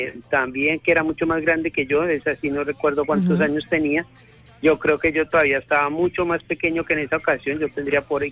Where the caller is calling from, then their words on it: Melgar, Tolima, Colombia; Desde el barrio caliente de Bogotá, Melgar.